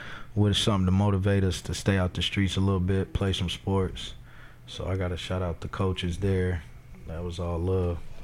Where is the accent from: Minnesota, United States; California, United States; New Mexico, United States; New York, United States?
Minnesota, United States; Minneapolis; moved away as an adult; now in Milwaukee, United States; I'm from South Minneapolis, born and raised.